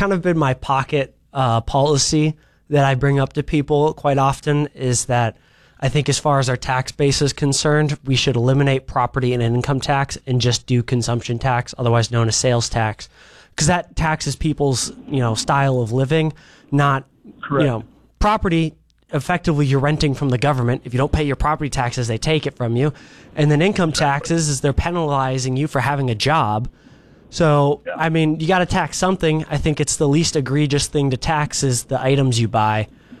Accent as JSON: {"language": "English", "region": "North Dakota", "country": "United States", "said": "I'm North Dakota, near Fargo."}